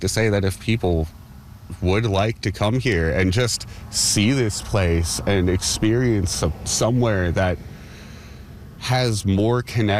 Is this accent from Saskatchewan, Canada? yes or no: yes; Saskatoon, Saskatchewan, Canada; Growing up in Saskatoon, you're around trains all the time.